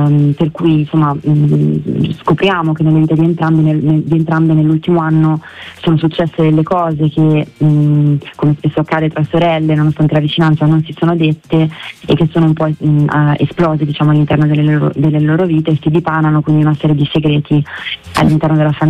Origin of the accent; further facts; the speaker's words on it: Sarzana, Liguria, Italy; also born or lived in Carrara; now in Rome, Italy; la zona in cui io sono nata a Carrara, ma sono cresciuta a Sarzana, quindi nella Val di Magra, che è un posto bellissimo, meraviglioso, molto umido, e quindi io faccio sempre esperienza di questo passaggio quando da Roma torno a Sarzana